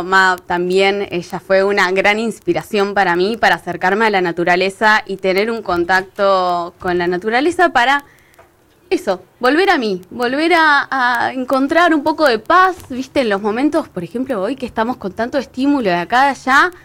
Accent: Río Gallegos, Santa Cruz, Argentina; moved away as an adult; also born or lived in Spain / Australia; Soy de acá, de Río Gallegos, y estuve viajando mucho, estuve viviendo en diferentes lugares en el mundo, uh-huh. Y me acerqué al mar y siempre viví en ciudades costeras. Viví en España, uh-huh. Frente al mar Mediterráneo.

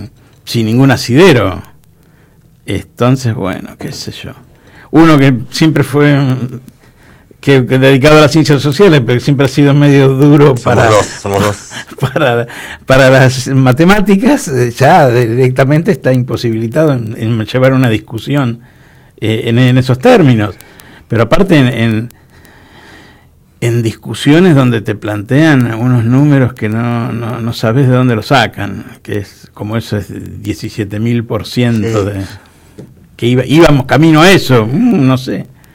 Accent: General Pinto, Buenos Aires Province, Argentina; moved away; also born or lived in Maipú, Buenos Aires; yo nací circunstancialmente en un lugar que se llama Maipú, en la provincia de Buenos Aires. Uh-huh. Me crié en otro pueblo que se llama General Pinto, que es cerca de Lincoln, Junín, toda esa, la ruta 188.

